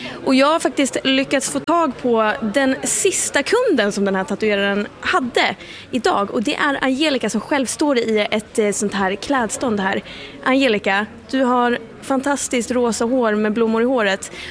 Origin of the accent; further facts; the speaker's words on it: Dalarna County, Sweden; Jag har aldrig gjort det, vilket känns konstigt med tanke på att jag är uppvuxen i Dalarna.